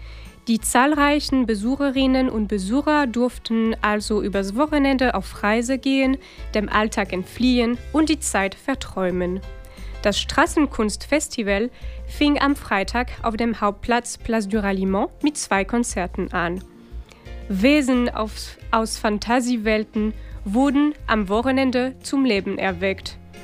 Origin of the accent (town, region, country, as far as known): Brittany, France; born or raised there